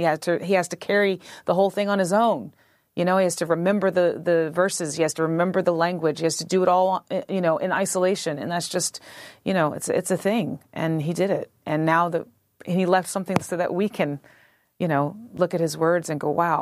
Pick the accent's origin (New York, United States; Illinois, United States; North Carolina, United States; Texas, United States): North Carolina, United States; I'm from North Carolina. from a mixed family, mixed black and white, and I know indigenous, you know, back there is kind of a typical Southern story of black, white, and red mixed in sort of indiscriminate ways.